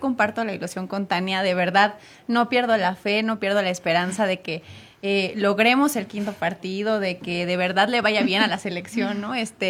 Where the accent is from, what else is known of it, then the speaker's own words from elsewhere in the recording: Mexico; los mexicanos somos tan alegres, pero lo llevamos históricamente como una parte de la identidad cultural